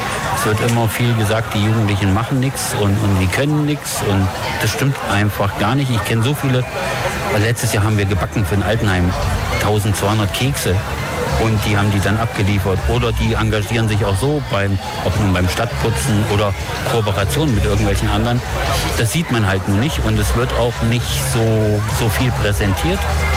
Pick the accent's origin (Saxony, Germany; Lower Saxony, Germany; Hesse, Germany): Hesse, Germany; Kassel; moved away; ich komme aus Kassel